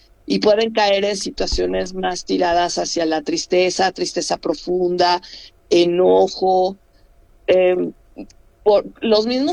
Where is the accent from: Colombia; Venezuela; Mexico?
Mexico; vivimos en un extraordinario país, que es padrísimo ser mexicanos